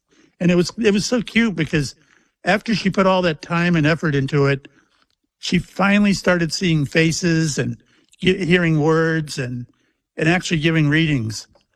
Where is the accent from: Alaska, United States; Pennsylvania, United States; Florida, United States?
Florida, United States; Mayport; I was on the Shangri-La out of my hometown of Mayport.